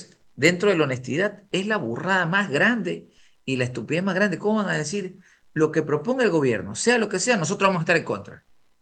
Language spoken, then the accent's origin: Spanish; Buena Fe, Los Ríos, Ecuador; moved away as an adult; now in Guayaquil, Ecuador; Yo soy de buena fe, de Los Ríos, pero yo viví ahí hasta los 19 y el resto de mi vida la he vivido acá. O sea, yo soy guayaquileño de todo lado